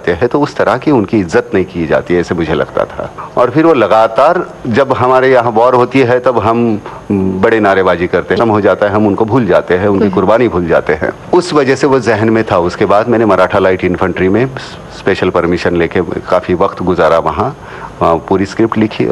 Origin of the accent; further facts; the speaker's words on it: Murud Janjira, Maharashtra, India; मेरा बचपन गांव में बीता, मुरूर जंजरा में पहली से सातवीं तक।